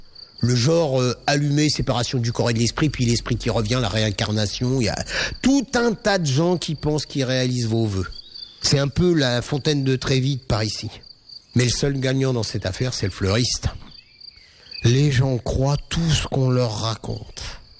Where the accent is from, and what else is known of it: Corsica, France; now in Paris, France